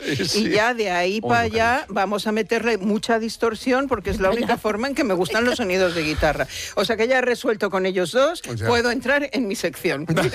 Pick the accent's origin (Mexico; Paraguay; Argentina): Mexico; Yo crecí en México, en el centro asturiano